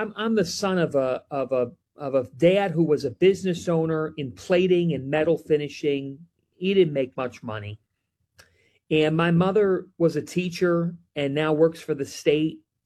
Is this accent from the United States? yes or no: yes; Cleveland, Ohio, United States; But honestly, and I don't like the pity party because I'm from Cleveland